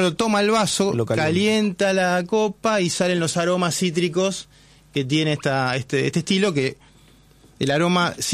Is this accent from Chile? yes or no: no; Quilmes, Buenos Aires Province, Argentina; Ahí estoy, hincha argentino de Quilmes, ¿eh?